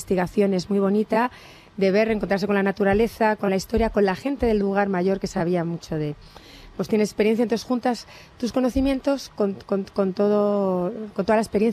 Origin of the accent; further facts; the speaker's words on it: Madrid, Community of Madrid, Spain; yo primero es que soy madrileña.